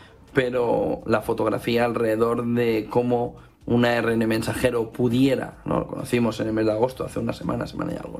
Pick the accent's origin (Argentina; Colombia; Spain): Spain; Alicante, Valencian Community; En Alicante, en mi tierra, es pan de todos los días, de todos los veranos. Cuando acaba el verano, después de haber pasado el sobrecalentamiento que hemos tenido brutal, pero esto ya era cuando yo era pequeño, ¿eh?